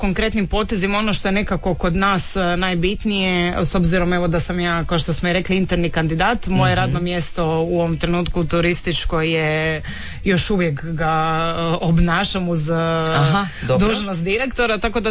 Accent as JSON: {"language": "Croatian", "town": "Zagreb", "region": "City of Zagreb", "country": "Croatia", "tie": "born or raised there", "lives_now": "Rijeka, Croatia", "said": "ja sam rođena Zagrepčanka sa riječkom adresom posljednjih 16 godina i Rijeka me osvojila upravo sa tom svojom autentičnošću"}